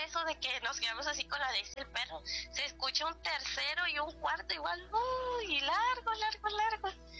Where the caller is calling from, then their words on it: Veracruz, Mexico; Desde Veracruz.